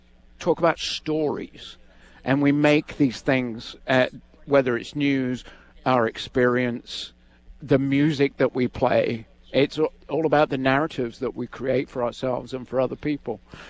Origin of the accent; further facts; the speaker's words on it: Devon, South West England, United Kingdom; now in Alaska, United States; I am from Devon, which is the southwest corner.